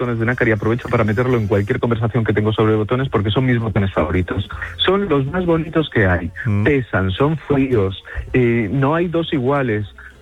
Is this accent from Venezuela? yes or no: no; Galicia, Spain; Que bueno, yo como gallego tengo que indicar la ostra gallega como calidad